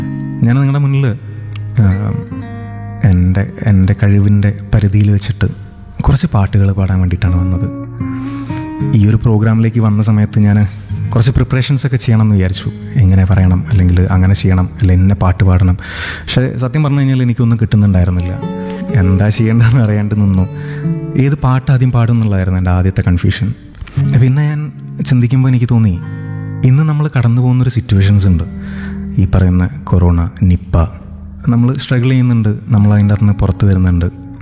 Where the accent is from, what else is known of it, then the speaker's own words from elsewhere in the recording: Kozhikode, Kerala, India; ഞാൻ കോഴിക്കോട് നിന്നാണ് വരുന്നത്.